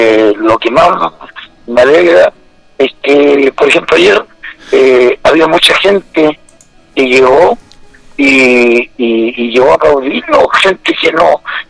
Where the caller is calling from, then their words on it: Tomé, Biobío, Chile; estar en mi pueblo, en mi hábitat